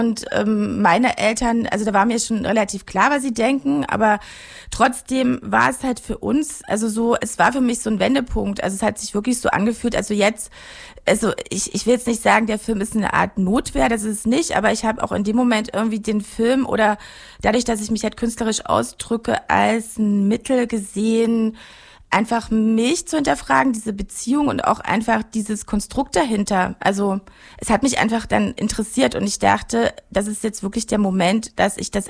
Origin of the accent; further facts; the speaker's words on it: Germany; mein Mann kommt eben aus Korea, ich komme aus Deutschland